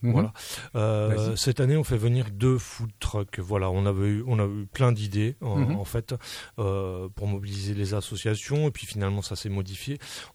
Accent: Rennes, Brittany, France; now in Sainte-Marie, France; je suis originaire de Rennes et Pays Gallo, où on joue au Palais Breton, où j'ai toujours vu mon grand-père jouer au palais.

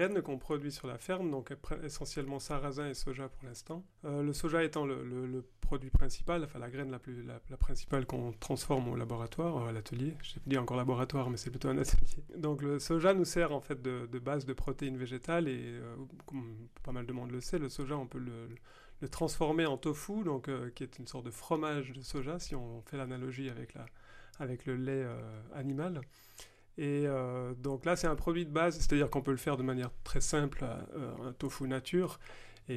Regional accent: Switzerland; moved away as an adult; now in Aveyron, France; Moi, je suis de Suisse

